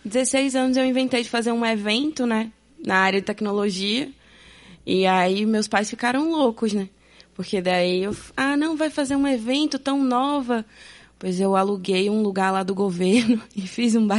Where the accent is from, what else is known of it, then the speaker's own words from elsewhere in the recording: Aracaju, Sergipe, Brazil; moved away as an adult; also born or lived in São Paulo; E o primeiro estado que eu fui morar, quando eu saí de Aracaju, foi em São Paulo.